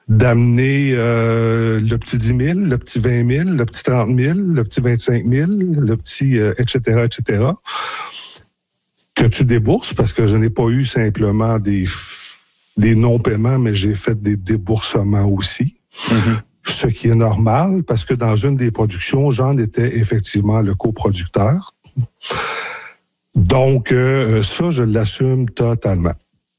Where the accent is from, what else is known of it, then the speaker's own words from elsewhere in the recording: Saint-Léon-le-Grand, Quebec, Canada; Je m'étais construit la maison de rêve pour chez nous à Saint-Léon-le-Grand pour vieillir ici parce que c'était mon but dans la vie de vieillir chez nous.